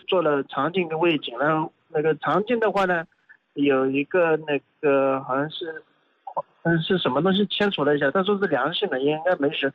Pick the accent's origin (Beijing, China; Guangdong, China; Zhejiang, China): Zhejiang, China; Zhoushan; 我是浙江舟山人。